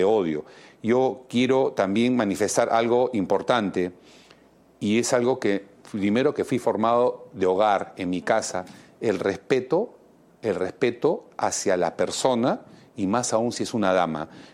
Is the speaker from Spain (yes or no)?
no; Peru; como ciudadano, como peruano, como un líder político